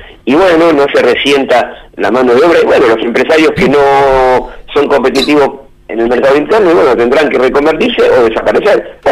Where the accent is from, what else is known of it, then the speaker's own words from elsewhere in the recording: Argentina; Todos sabemos cómo somos los argentinos.